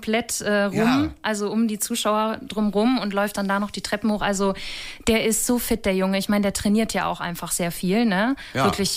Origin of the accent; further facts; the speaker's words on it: North Rhine-Westphalia, Germany; Und dann die Rolle spielen zu dürfen in Tecklenburg, in der Nähe von meiner Heimat, war einfach fabelh